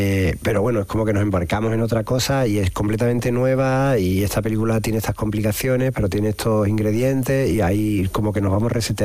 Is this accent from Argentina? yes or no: no; Andalusia, Spain; accent: Andalusian; Yo creo que tenemos un acento precioso que puede tener cualquier personaje en una película, desde un banquero a quien sea, ¿no? Y creo que esta generación de cineastas, digamos, más jóvenes andaluces, no tienen ningún complejo en ese sentido, ¿no?